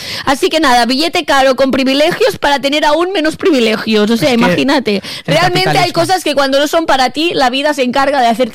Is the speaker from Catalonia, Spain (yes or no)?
yes; Catalonia, Spain; Evidentemente, yo pensaba que no podía ser más catalana, pues ahora soy más catalana aún.